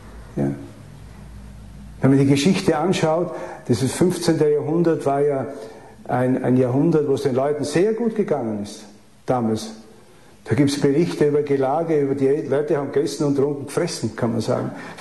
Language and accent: German; Styria, Austria; also als Steirer, wissen Sie, das ist ja unglaublich.